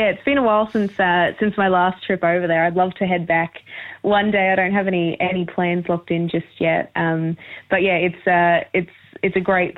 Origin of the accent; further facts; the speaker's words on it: Townsville, Queensland, Australia; I'm from Townsville